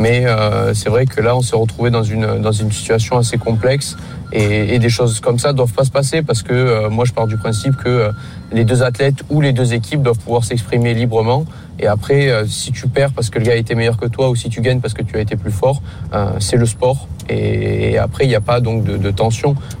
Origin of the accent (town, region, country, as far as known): Marseille, Provence-Alpes-Côte d'Azur, France